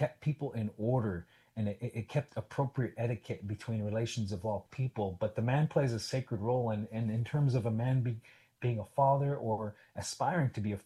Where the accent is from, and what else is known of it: Salt River, Arizona, United States; born or raised there